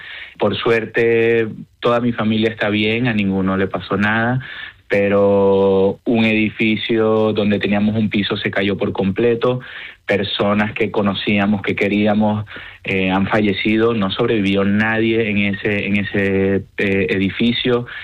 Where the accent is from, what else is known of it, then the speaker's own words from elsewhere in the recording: Caracas, Capital District, Venezuela; born there; Vale, bueno, primero quisiera aclarar que aunque soy, o sea, que nací en Caracas, soy español de origen.